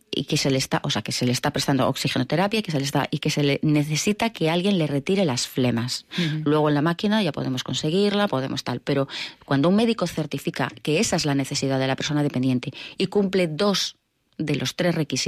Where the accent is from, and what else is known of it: Spain